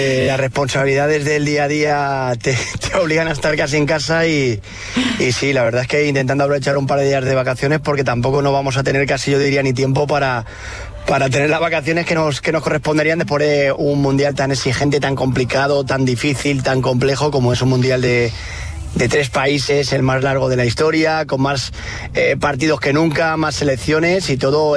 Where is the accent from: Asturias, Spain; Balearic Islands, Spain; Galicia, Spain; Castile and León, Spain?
Balearic Islands, Spain; Porto Cristo; yo soy de Puerto Cristo